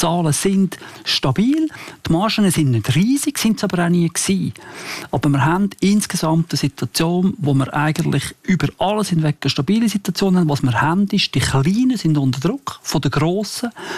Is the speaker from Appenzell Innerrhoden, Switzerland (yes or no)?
no; Zurich, Switzerland; Ich bin in Zürich aufgewachsen, ich wohne immer noch in der Stadt.